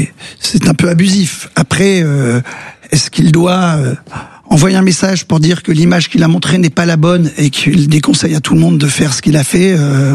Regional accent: Hauts-de-France, France; Parce que je suis du Pas-de-Calais et que Lens a gagné brillamment cette Coupe de France.

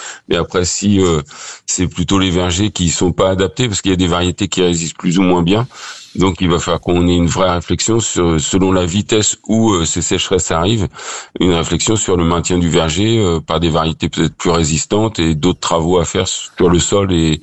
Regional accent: Normandy, France; Chez nous, dans le Pays de Caux

